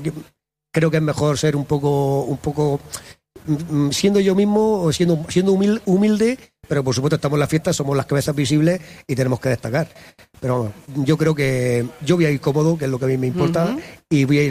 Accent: Abanilla, Region of Murcia, Spain; born there; now in Crevillente, Spain; yo no soy nacido en Crevillente, yo nací en Abanilla, en Murcia.

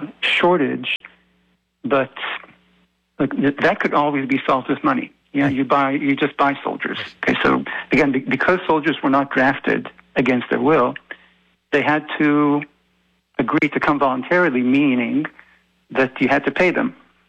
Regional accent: Israel; English is a second language; I come from a very small country. I grew up in Israel. And so wide open spaces impress the heck out of me.

